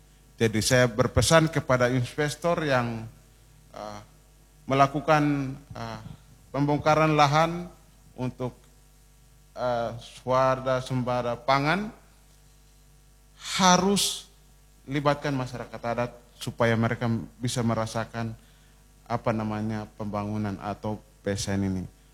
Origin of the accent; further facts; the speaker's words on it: South Papua, Indonesia; Khusus untuk kita di Kabupaten Merauke